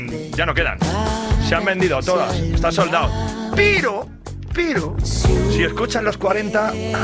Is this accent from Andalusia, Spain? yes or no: no; Barcelona, Catalonia, Spain; en mi tierra, en Barcelona.